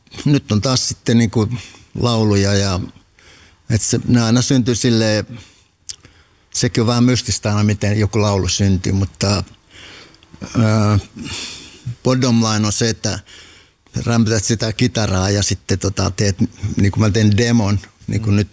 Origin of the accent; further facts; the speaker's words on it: Hamina, Kymenlaakso, Finland; mä oon niinku tosi iloinen, että olen syntynyt Haminassa. Tietenkin mun vanhemmat oli evakoita, että se vähän kyllä se Viipurikin oli siellä niinku taustalla